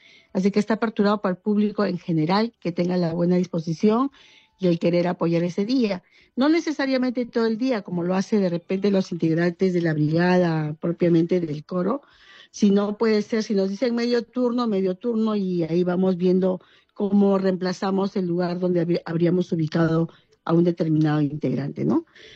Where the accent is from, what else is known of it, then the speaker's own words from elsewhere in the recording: Peru; porque justo como buenos peruanos, el día 30 queremos venir a echar la cartita al pozo